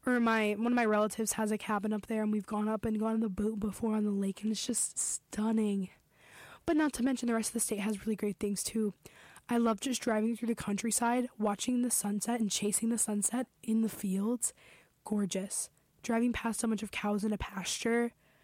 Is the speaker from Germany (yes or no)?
no; Wisconsin, United States; now in Boston, United States; we talked a lot about growing up in Wisconsin, moving to Boston, the Midwestern culture and experience.